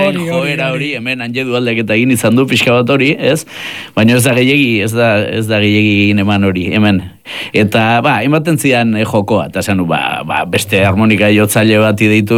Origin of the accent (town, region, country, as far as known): Errenteria, Basque Country, Spain; born there